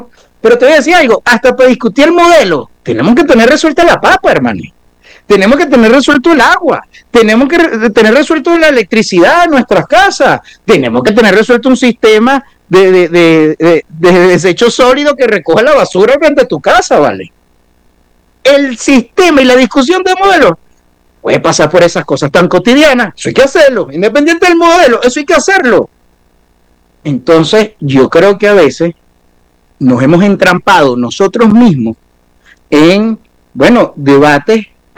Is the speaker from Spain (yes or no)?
no; Venezuela; hoy debemos reconocernos como venezolanos